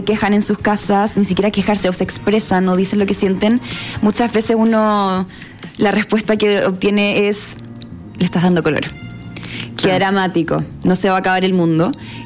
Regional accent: Viña del Mar, Valparaíso, Chile; moved away as an adult; now in Santiago, Chile; Yo soy de Viña, pero me vine acá a estudiar en la universidad hace varios años y estoy viviendo aquí.

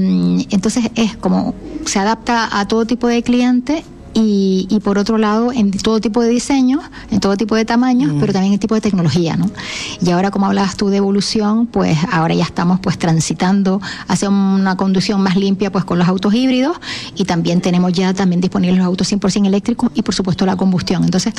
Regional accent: Canary Islands, Spain; now in Chile; cuando llegué aquí a Chile, porque sabes que yo soy de las Islas Canarias, en España

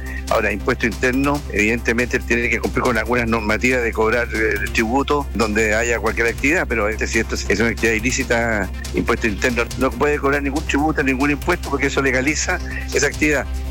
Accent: Chile; como parlamentario y como chileno

